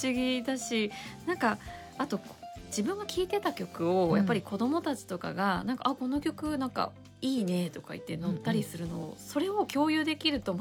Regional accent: Shonan, Kanagawa, Japan; 私は地元湘南の夏ソングといえば … かなということで。

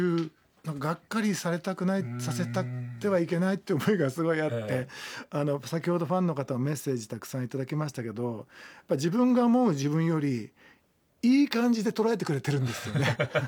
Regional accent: Kumagaya, Saitama, Japan; 地元の、はい、まあ、熊谷市

